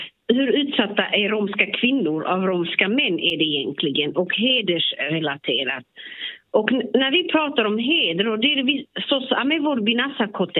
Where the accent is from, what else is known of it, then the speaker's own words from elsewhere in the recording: Slovakia; Swedish is a second language; Jag kommer från Slovakien